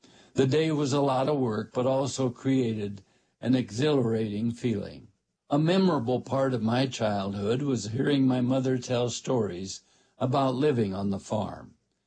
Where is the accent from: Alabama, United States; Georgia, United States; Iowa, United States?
Iowa, United States; Born and raised in Iowa, I have many grand memories of this beautiful state.